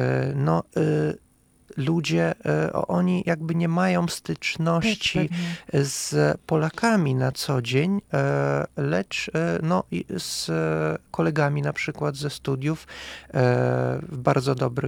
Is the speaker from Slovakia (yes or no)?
no; Kazakhstan; now in Poland; ja zawsze mówię, że jestem Kazachstańczyk, czyli nie Kazach, chociaż na początku odbierano mnie jako Kazacha, nazywano mnie Kazachem, ja musiałem poprawiać, tak, że Kazachstan to jest wielonarodowy kraj